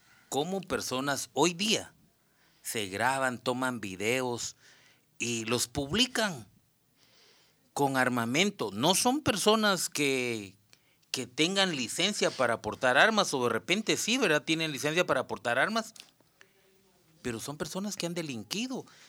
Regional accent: Guatemala; also born or lived in Burundi; nosotros como guatemaltecos

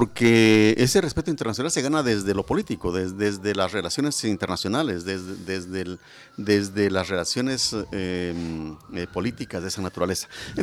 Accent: Guatemala; nosotros mismos como personas, como guatemaltecos

